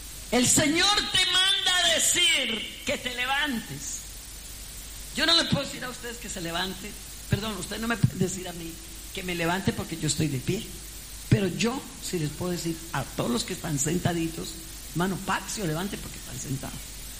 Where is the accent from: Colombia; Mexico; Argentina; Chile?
Colombia; como decimos en Colombia, yo tengo, pues claro, soy colombiana, algunos dichos.